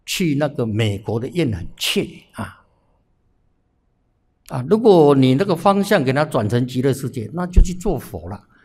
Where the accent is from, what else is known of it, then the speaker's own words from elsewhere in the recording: Taiwan; 好，我们台湾这边都放下了，才能去那边呢、啊。